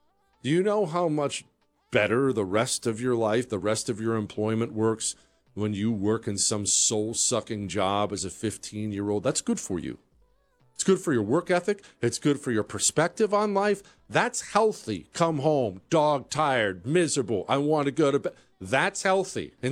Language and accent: English; Bozeman, Montana, United States; I grew up in Bozeman, which was small back then. It's way bigger now, kind of got ruined, but small back then.